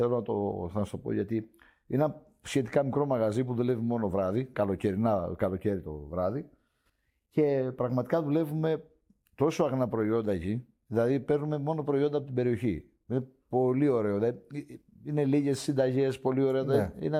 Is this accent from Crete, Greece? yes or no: yes; Crete, Greece; γιατί είναι η πόλη μου, μεγάλωσα. Εκεί που είναι το μαγαζί μου, εκεί ακριβώς μεγάλωσα.